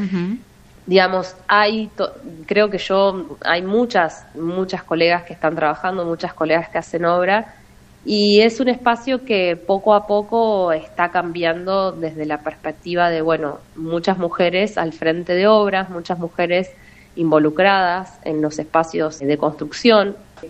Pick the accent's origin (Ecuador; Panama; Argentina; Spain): Argentina; Patagonia; mi papá es de la línea sur, mis abuelos son de la línea sur, y siempre viví la Patagonia como soy patagónica, digamos. No me identifico con otro lugar